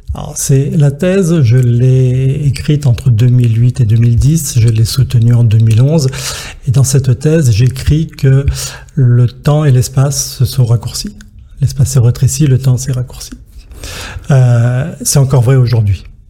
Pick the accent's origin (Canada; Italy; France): France; Marseille, Provence-Alpes-Côte d'Azur; moi je suis Marseillais, je reste à Marseille.